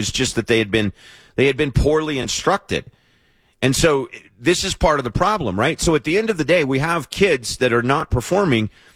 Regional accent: Sells, Arizona, United States; moved away; I grew up down in Sells, Arizona, which is on the Tonawatam Indian Nation. My parents are missionaries.

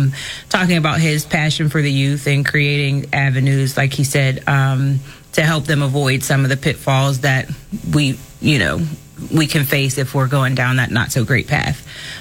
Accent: Pittsburgh, Pennsylvania, United States; I am actually not from the Beaver County area. I'm from Pittsburgh.

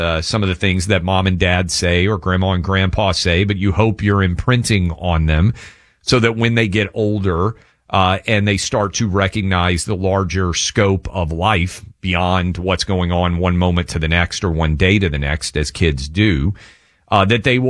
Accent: Tennessee, United States; Shiloh, in my home state of Tennessee.

